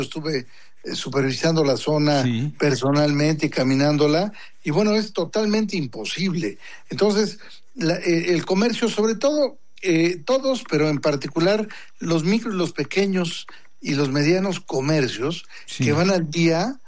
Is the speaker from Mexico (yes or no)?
yes; Mexico City, Mexico; como capitalinos y como, sí, mexicanos